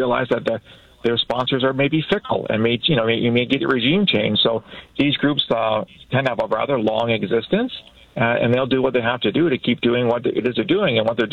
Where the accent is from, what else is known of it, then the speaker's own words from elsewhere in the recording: London, Ontario, Canada; I grew up in London. There was London Steel. London Steel closed decades ago